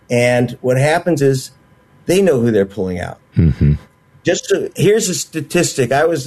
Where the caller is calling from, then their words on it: Hollywood, California, United States; Local boy, I'm calling you from Hollywood because I'm exiled to Hollywood because I make movies